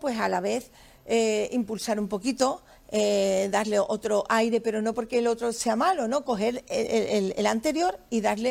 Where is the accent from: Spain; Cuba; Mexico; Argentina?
Spain; San Fernando, Andalusia; donde vamos, vamos representando a la isla